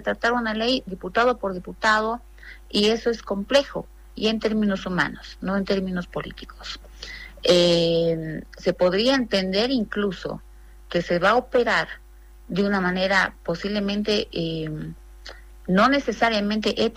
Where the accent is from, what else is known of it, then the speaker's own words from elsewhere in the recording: Bolivia; el Estado boliviano, nosotros como bolivianos, no necesitamos vendernos a precio bajo para atraer inversión.